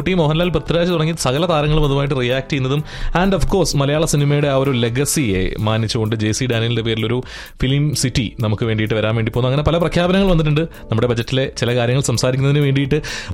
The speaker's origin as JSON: {"language": "Malayalam", "region": "Kerala", "country": "India", "moved": "yes"}